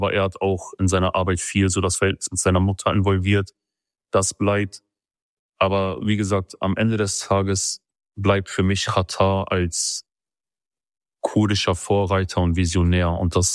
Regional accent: Turkey; habe ich eine ganz lange Zeit immer gesagt, ich bin Kurde aus der Türkei.

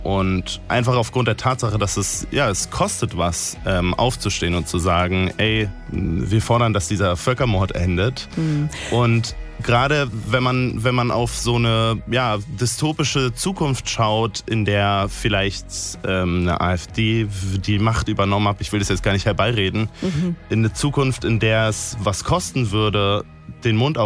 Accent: Berlin, Germany; weil wir kommen aus Berlin. In Kreuzberg war das nicht so ein Thema.

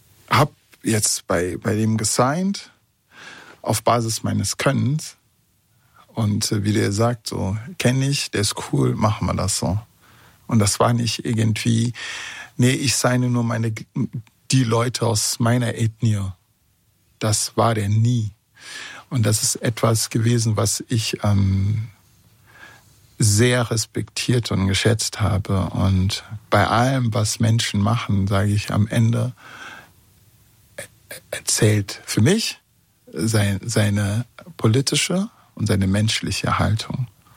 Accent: Bonn, North Rhine-Westphalia, Germany; aber auch dann als Zaungast und als Bonner und dann heißt es, ey, da war was

